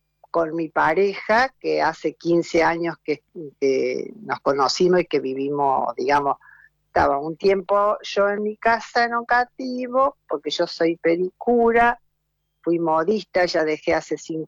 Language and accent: Spanish; Oncativo, Córdoba, Argentina; now in Córdoba, Argentina; Hace unos meses que estoy en Córdoba, pero yo soy nativa de un pueblo, Oncativo, que está a 70 kilómetros de la ciudad de Córdoba.